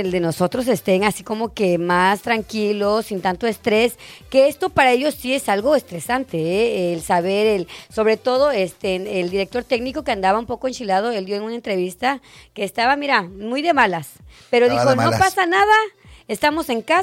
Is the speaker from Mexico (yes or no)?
yes; Mexico; somos mexicanos y vamos a ser realistas